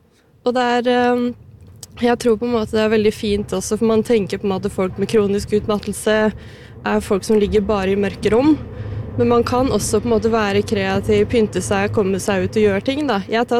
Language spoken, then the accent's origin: Norwegian; Flisa, Innlandet, Norway; moved away as an adult; now in Oslo, Norway; Jeg er fra Flisa, midt mellom Elverum og Kongsvinger, og så har jeg havnet i byen da. Jeg har alltid vært litt mer urban av meg, så jeg trives veldig godt her.